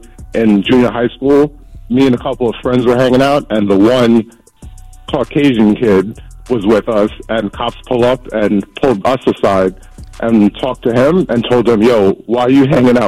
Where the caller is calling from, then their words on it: Long Island, New York, United States; I'm from Long Island.